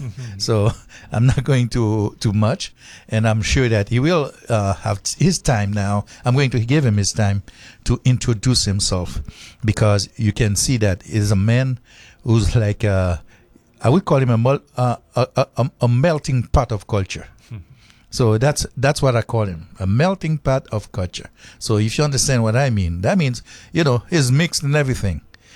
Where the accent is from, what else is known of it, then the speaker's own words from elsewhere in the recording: Haiti; Well, you know, I'm from Haiti, and every time we talk about Pennsylvania, we think about Amish.